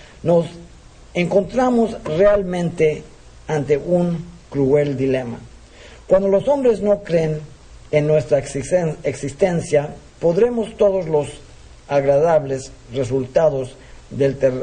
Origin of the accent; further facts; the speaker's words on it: Mexico City, Mexico; born there; Yo nací en México, la capital. Yo fui creado como católico.